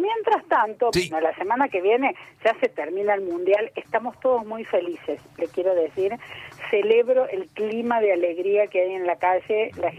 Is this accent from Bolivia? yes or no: no; Argentina; y considero que como argentinos ya estamos hechos.